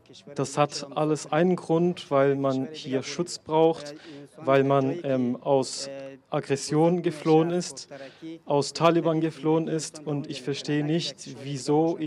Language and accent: German; Afghanistan; German is a second language; moved away as an adult; also born or lived in Turkey; now in Tübingen, Germany; Ich komme aus Afghanistan, bin schon seit 4 Jahren hier in Deutschland. Ich finde Tübingen sehr schön. Ich habe auch in Türkei gewohnt und gelebt